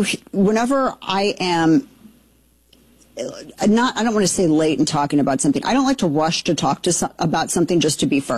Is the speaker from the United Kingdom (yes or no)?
no; Festus, Missouri, United States; like people in my hometown of Festus, Missouri, they just defeated the creation of a data center